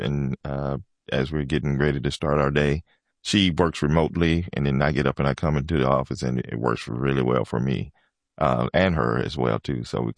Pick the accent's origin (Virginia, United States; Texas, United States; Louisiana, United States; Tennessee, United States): Tennessee, United States; Munford; I grew up in Munford, Tennessee. And that's where the majority of my family is there.